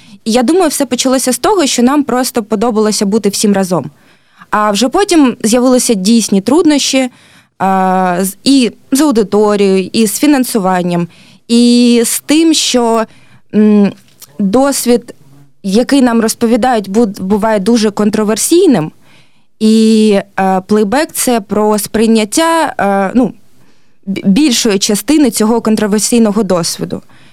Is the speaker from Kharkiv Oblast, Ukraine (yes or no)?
yes; Kharkiv, Kharkiv Oblast, Ukraine; всі ми в Харкові, ми харків'яни